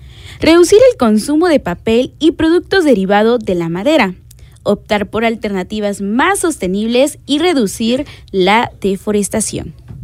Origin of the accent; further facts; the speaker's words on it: Amatitlán, Guatemala Department, Guatemala; al igual en mi comunidad, yo soy de Amatitlán, entonces también en su momento hubo como tipo un... como una actividad en la cual pues las personas del pueblo iban a plantar